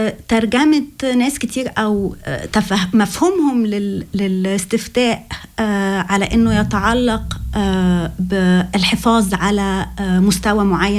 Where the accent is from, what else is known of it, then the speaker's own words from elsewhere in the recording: Egypt; moved away as an adult; now in Canton of Schwyz, Switzerland; من مصر، بقالي عايشة هنا في سويسرا 22 سنة. أخذت الجنسية أو الباسبور السويسري من أكتر من 10 سنين وعايشة هنا في كانتون شفيتس.